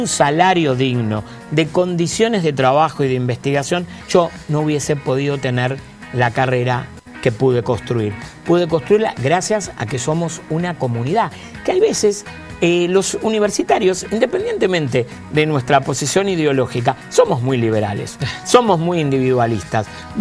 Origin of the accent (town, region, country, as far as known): Argentina